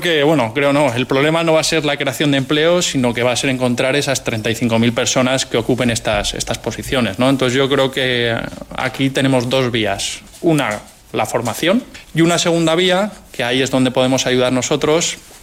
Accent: Bilbao, Basque Country, Spain; yo soy de Bilbao

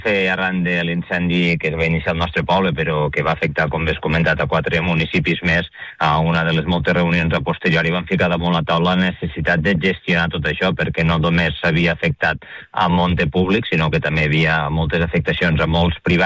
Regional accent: Paüls, Catalonia, Spain; Al meu poble, a Paüls, en concret, n'hi ha 2 empreses.

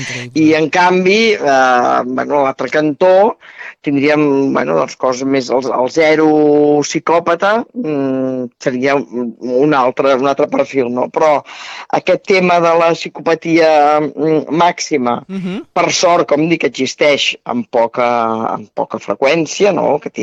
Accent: Terrassa, Catalonia, Spain; Jo sóc de Terrassa

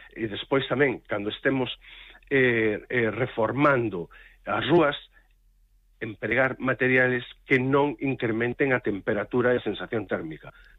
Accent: Ourense, Galicia, Spain

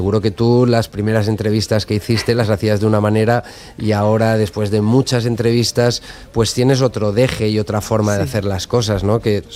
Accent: Spain; Nosotros somos españoles y nos gusta que todo aquello que tiene que ver con la música española aparezca en nuestras canciones.

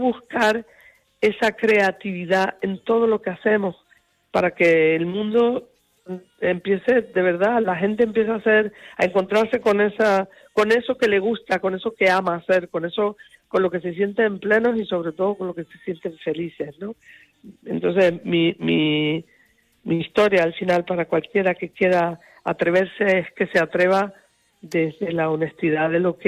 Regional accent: Canary Islands, Spain; Y mira que soy canaria, ¿eh?

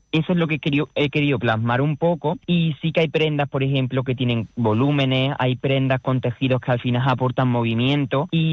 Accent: Obejo, Andalusia, Spain; un patio andaluz que se encuentra en mi pueblo, en Ovejo

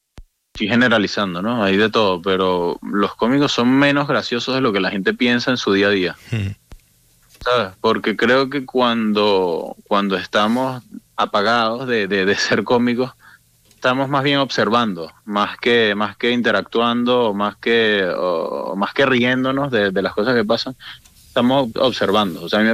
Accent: Venezuela; moved away as an adult; now in Spain; yo, bueno, que soy venezolano, viví hasta los 24 años en Venezuela, tengo 32, y desde los 24 vivo en España

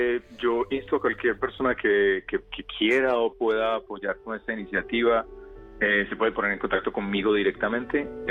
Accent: Colombia; now in Carboneras, Spain; yo soy colombiano, residente en el municipio de Carboneras y me muevo mucho por toda la provincia

